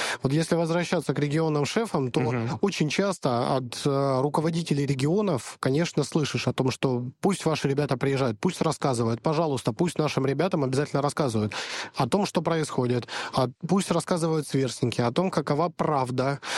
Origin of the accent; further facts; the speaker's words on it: Donetsk, Donetsk Oblast, Ukraine; Я сейчас говорю исключительно как житель Донецка, коренной житель Донецка в третьем поколении.